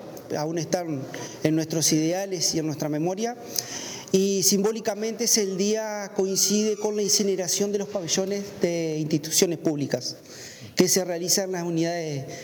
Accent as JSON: {"language": "Spanish", "country": "Uruguay", "said": "no solo como militar, sino como uruguayo"}